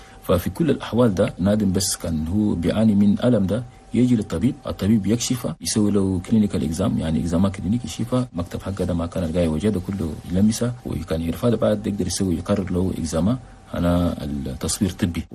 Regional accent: Chad; هسه ما ده بس عندنا في تشاد ده النظام السائد ده يعني يدير له شيء تغيير

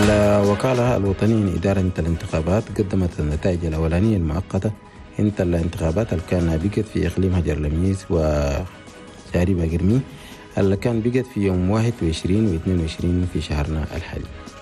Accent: Chad; في بلدنا تشاد

